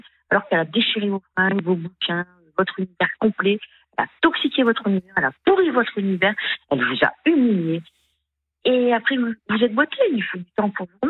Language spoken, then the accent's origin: French; France; Je veux dire, pourtant, je suis française, hein, je veux dire, j'ai des papiers et tout.